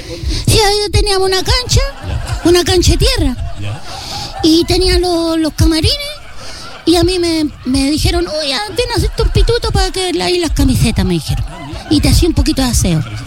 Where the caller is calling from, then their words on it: Santiago, Santiago Metropolitan Region, Chile; yo soy de Santiago.